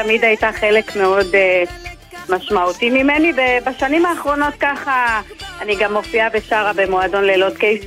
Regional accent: Holon, Tel Aviv District, Israel; אני מחולון.

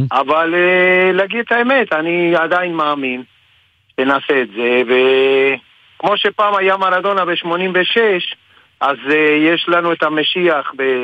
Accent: Argentina; moved away; בתור ארגנטינאי.

